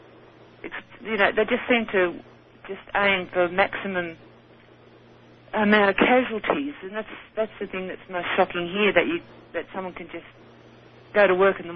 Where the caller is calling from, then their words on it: Sydney, New South Wales, Australia; I'm calling from Sydney in Australia.